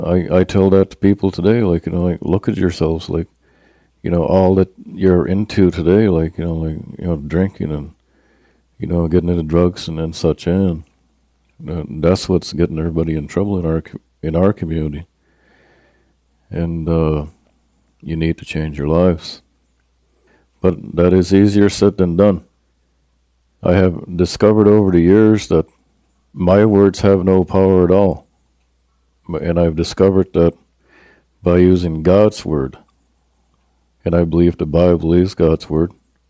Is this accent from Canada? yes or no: yes; Ilgron, New Brunswick, Canada; I'm from the community of Ilgron, and I'm from the Mi'kmaq tribe. Ilgron is a small community located on the banks of the famous Miramichi River in New Brunswick, Canada.